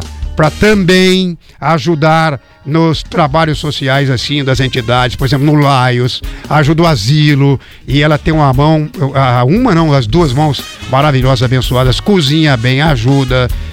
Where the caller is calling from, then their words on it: Japira, Paraná, Brazil; Tô na escuta. … sou da cidade de Japira.